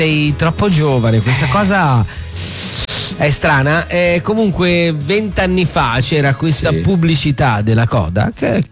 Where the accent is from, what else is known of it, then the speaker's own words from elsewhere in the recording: Crotone, Calabria, Italy; Io io sono di Crotone, quindi è un bel derby, capito?